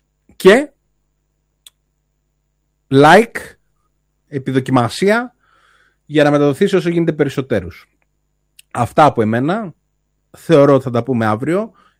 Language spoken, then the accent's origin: Greek; Greece; Και είμαι Έλληνας και είμαι πρώτα Έλληνας